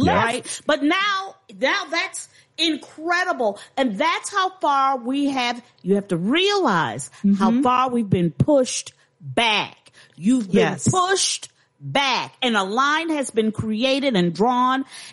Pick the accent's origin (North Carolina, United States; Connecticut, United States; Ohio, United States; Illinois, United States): Illinois, United States; Chicago; I'm from Chicago too. I know what to do.